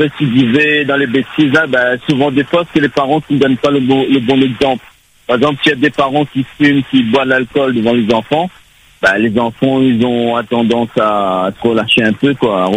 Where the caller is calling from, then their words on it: Réunion; Bonjour, je suis de La Réunion, je suis du monde entier.